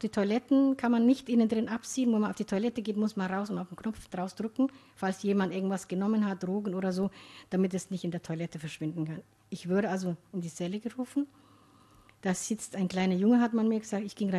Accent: Somalia

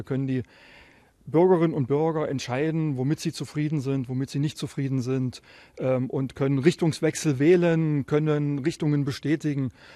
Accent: East Germany, Germany; now in Saxony-Anhalt, Germany; wo wir als Osten, als Ostdeutsche, als Menschen mit ostdeutscher Biografie ein Stück weit benachteiligt werden.

